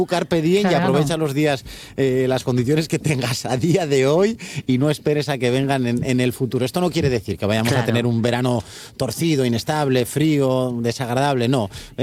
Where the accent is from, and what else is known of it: Asturias, Spain